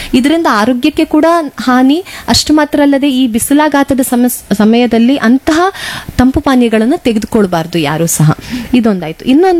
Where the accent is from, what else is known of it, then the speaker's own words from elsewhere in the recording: Karnataka, India; ನಮ್ಮ ಊರಲ್ಲಿ 40°C ಇಲ್ಲದೆ ಇದ್ರೂ ಸಹ 35°C ನಮ್ಗೆ ಸಾಕಾಗ್ತದೆ ಉಡುಪಿ ಮಂಗಳೂರಿನವರಿಗೆ.